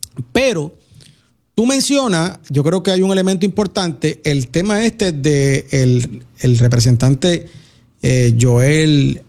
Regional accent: Puerto Rico; E incluso nosotros mismos no nos vemos como que fuésemos parte, y por eso hablamos de que somos migrantes

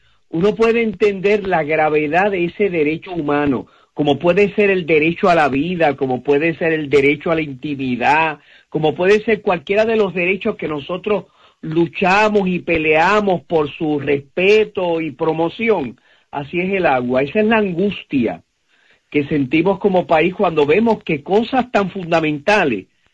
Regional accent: Puerto Rico; sin duda provoca en nuestra conciencia como puertorriqueño un sentido de urgencia y de solución.

